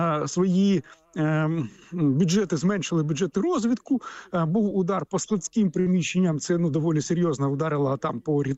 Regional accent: Sumy, Sumy Oblast, Ukraine; moved away; моє рідне місто Суми, в якому я був геть недавно.

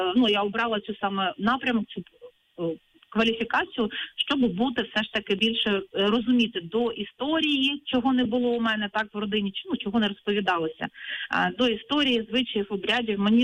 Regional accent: Torez, Donetsk Oblast, Ukraine; born there; moved away as an adult; also born or lived in Mariupol / Berdiansk; народилася в Торезі Донецької області, але, ну, умовно, теж Донеччина, а проживала в Маріуполі з 98-го року після завершення інституту.

